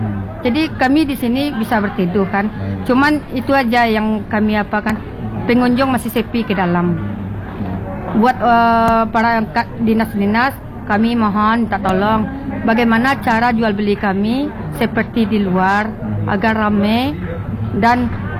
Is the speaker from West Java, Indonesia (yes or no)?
no; West Sumatra, Indonesia; Yang pertama kita kan orang Minang. Orang Minang itu kan dengan bahasa Bunda Kandung itu harus kita pakai walaupun kata di mana kan.